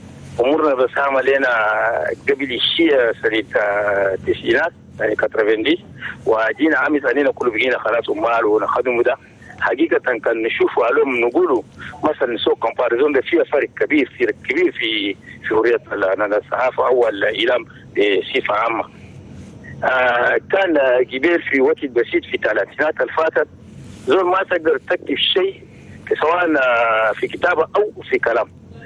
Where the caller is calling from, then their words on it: Doba, Logone Oriental, Chad; الحمد لله